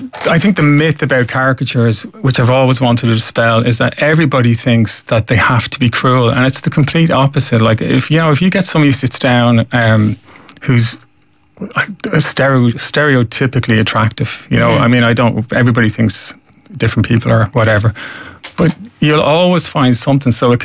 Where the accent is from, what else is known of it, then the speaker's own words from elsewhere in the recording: Dunboyne, County Meath, Ireland; I'm from Dunboyne.